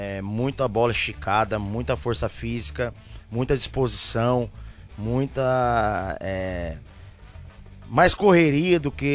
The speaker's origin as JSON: {"language": "Portuguese", "country": "Brazil", "said": "mas eu sou brasileiro, eu tô com esse frio na barriga aí, viu?"}